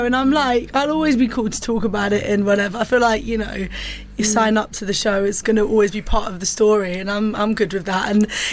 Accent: Cyprus

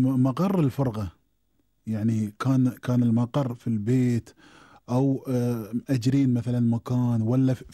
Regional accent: Qatar; عندنا في قطر.

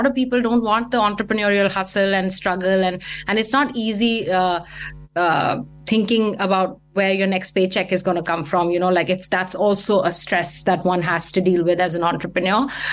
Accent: New Delhi, Delhi, India; moved away as an adult; now in London, United Kingdom; So I am originally from New Delhi, India. I lived there all my life.

